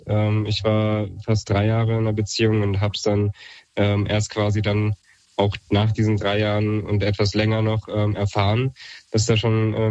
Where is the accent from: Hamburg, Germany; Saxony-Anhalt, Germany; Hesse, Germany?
Hesse, Germany; Marburg; Ich komme aus Marburg.